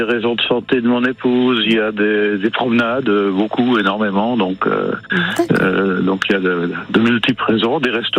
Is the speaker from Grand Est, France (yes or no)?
yes; Grand Est, France; born there; now in Metz, France; je ne suis pas Moselle, j'habite en Moselle, mais je suis bien alsacien de naissance et régulièrement en Alsace d'ailleurs, une à deux fois par semaine.